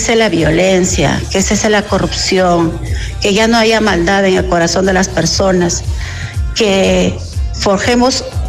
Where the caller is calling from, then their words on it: Lima, Peru; de Distrito de la Victoria.